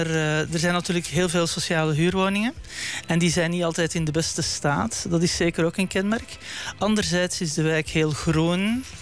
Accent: Brussels, Brussels-Capital Region, Belgium; moved away as an adult; now in The Hague, Netherlands; net zoals vele andere hagenaars of hagenezen, wat je ook moet zeggen. Kom ik niet uit Den Haag zelf, maar ik kom uit Vlaanderen.

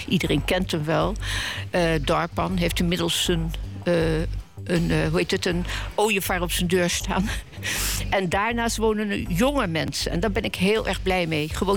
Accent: The Hague, South Holland, Netherlands; also born or lived in Zoetermeer; Daarvoor heb ik gewoon nog even in Mariehoeve. En ik ben opgegroeid in de Vruchtenbuurt.

